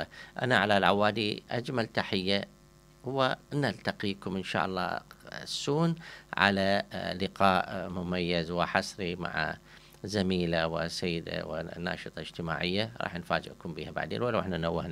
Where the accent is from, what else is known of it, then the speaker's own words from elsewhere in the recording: Iraq; وطبعا عندنا بالعراق هم يعني فد عادة سخيفة للأسف نقولها